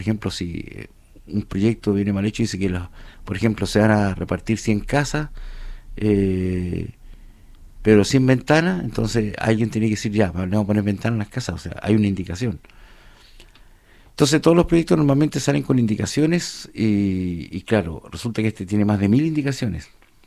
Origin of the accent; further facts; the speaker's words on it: Chile; darle una vuelta como chilenos.